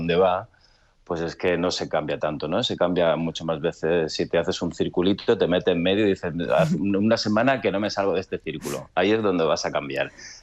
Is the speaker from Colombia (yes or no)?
no; Almería, Andalusia, Spain; born there; now in Madrid, Spain; Nací en Almería, en mitad del desierto